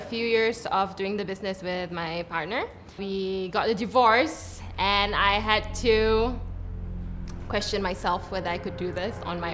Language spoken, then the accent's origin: English; Kuala Lumpur, Malaysia